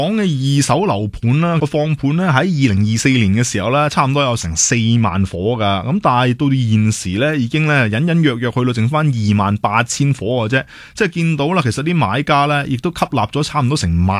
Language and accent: Cantonese; Hong Kong; 唔单止我哋香港人识摸，